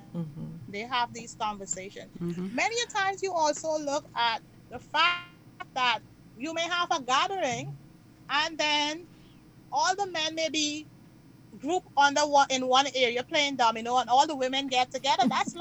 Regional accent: Dartmouth, Guyana; in the village where I grew up in Dartmouth

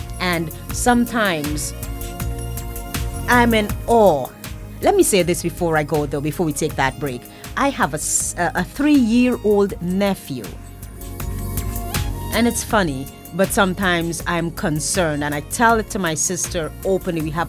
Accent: Guyana; we're from Essequibo, so we go there all the time.

